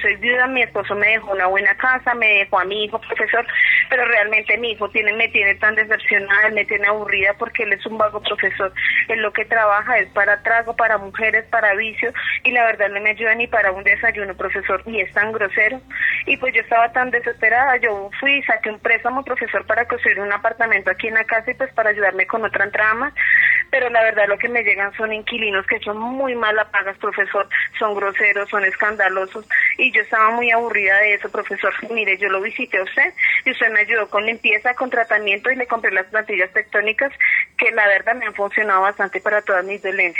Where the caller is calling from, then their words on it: Copacabana, Antioquia, Colombia; Lo llamo desde Copacabana, Antioquia.